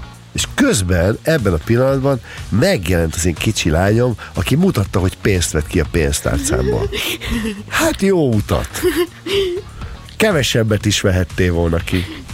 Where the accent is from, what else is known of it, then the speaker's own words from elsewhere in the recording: Hungary; amikor én felnőttem, akkor Magyarországon